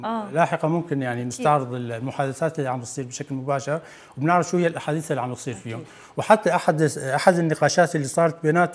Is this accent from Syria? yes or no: yes; Syria; نحن بجزء سوري